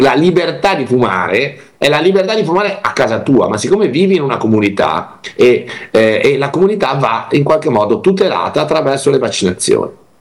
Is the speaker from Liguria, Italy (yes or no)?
yes; Liguria, Italy; Io mi vergogno di questi dati da Ligure.